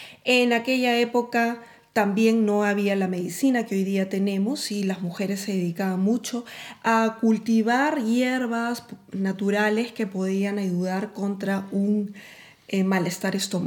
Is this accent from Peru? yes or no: yes; Peru; de nuestra experiencia como peruanos que hemos tenido